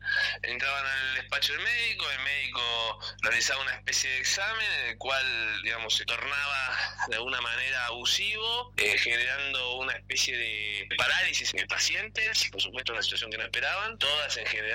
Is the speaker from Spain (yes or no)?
no; Ushuaia, Tierra del Fuego, Argentina; born there; como vecino, conocedor de Tolhuin, nací en Ushuaia, voy y vengo a Tolhuin